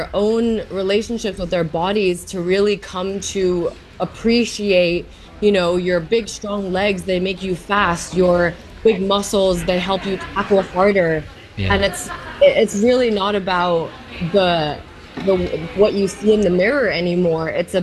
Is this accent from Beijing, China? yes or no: no; Shanghai, China; English is a second language; I grew up half Chinese in Shanghai. I compete for the German national team. I'm German Chinese